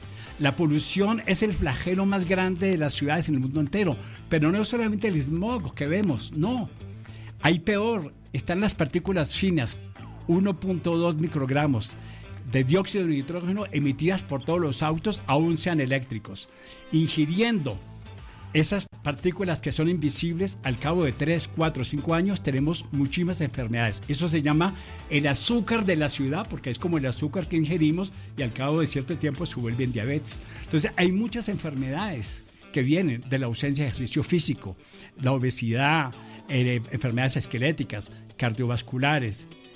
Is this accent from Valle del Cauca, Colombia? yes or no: yes; Cali, Valle del Cauca, Colombia; moved away; Cuando yo estaba pequeño en Cali